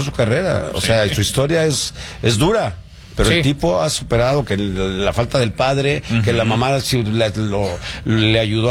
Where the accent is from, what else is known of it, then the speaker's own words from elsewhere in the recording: Mexico City, Mexico; now in Guadalajara, Mexico; Yo vengo del DF.